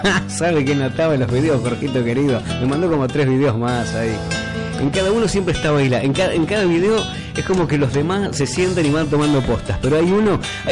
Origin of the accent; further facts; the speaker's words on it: Argentina; así somos los argentinos